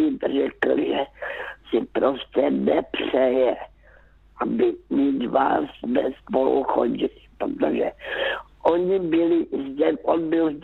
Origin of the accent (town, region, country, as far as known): Karolinka, Zlín Region, Czechia; born there